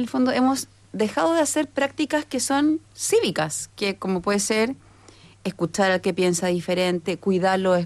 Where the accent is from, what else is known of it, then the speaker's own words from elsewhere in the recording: Chile; todos somos chilenos